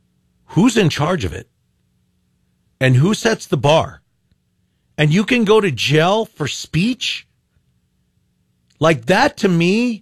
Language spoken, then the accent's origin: English; United States; We as American citizens let it happen.